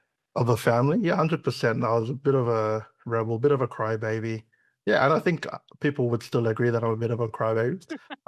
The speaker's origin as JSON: {"language": "English", "region": "New South Wales", "country": "Australia", "tie": "born or raised there", "said": "It's a blessing growing up in Western Sydney because you get exposed to all these different cultures and it becomes like this melting pot."}